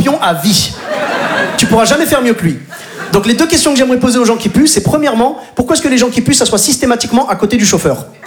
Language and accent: French; Clermont-Ferrand, Auvergne-Rhône-Alpes, France; also born or lived in Bordeaux; now in Paris, France; Juste avant ça, j'ai passé 12 ans à Bordeaux, et sinon je suis originaire de Clermont-Ferrand.